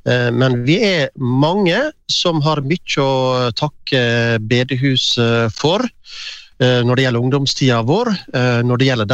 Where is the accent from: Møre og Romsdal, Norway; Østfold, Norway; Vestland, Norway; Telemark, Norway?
Møre og Romsdal, Norway; Ålesund; Jeg vokste opp på Åse, en drabantby i Ålesund kommune. Og før det, de aller første barneårene mine, hadde bak fjellet, som vi sier her i byen, altså i Sorenskriver Bullsgate.